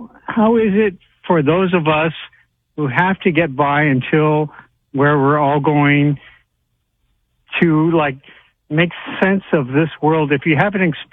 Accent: Sedona, Arizona, United States; And, well, I grew up in Sedona, Arizona.

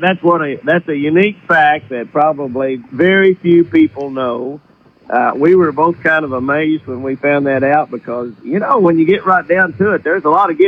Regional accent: Oklahoma, United States; also born or lived in Texas; I was born in Texas. I'm a Texan, but I've lived here ever since I was a little kid

